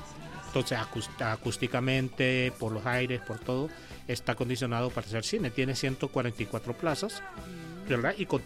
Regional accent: Honduras

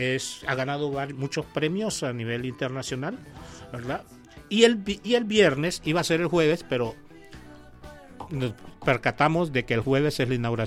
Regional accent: Honduras

